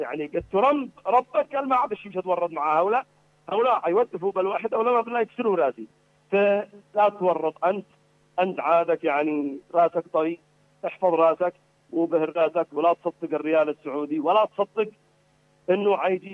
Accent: Sanaa, Amanat Al Asimah, Yemen; عندنا في صنعاء

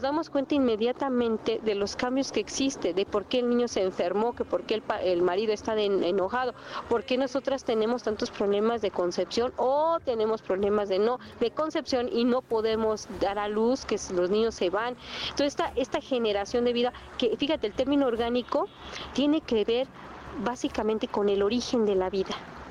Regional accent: Mexico; soy mexicana, estoy en México

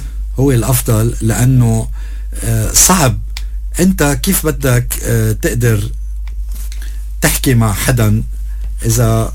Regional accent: Lebanon; لأنه نحن لبنانية، التزامنا للبنان، ولائنا للبنان. ما عنا مشروع نحن لغير لبنان. يعني هيدا أرضنا، هيدا أرض جدودنا، هيدا أرض قديسينا. يعني نحن عشنا بهيدا الوطن

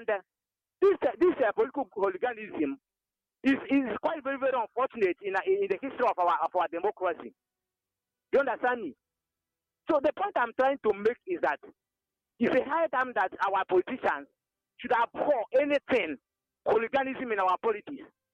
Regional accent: Nkomoro, Ebonyi, Nigeria; as usual. I am reaching you here from my hometown in Nkomoro, which is located in Inyaba, the Women's Center of Ebonyi State.

